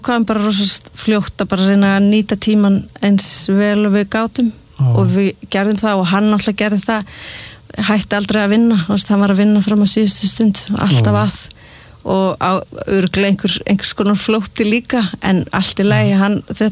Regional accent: Seltjarnarnes, Capital Region, Iceland; also born or lived in Reykjavík; Já, ég ólst upp á Seltjarnarnesi þar til ég var 12 ára og svo flutti í vesturbæinu

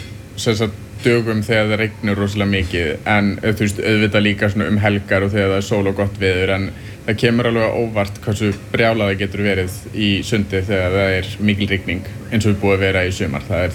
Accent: Reykjavík, Capital Region, Iceland; Ég er úr Reykjavík sjálfur og hef búið erlendis í mörg ár en ég kem hingað á sumrin til þess að vinna.

